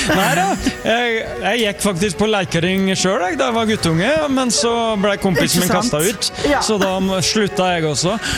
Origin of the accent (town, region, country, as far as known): Bø, Vestfold og Telemark, Norway